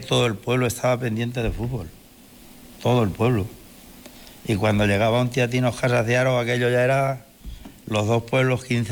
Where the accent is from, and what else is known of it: Casas de Haro, Castilla-La Mancha, Spain; born or raised there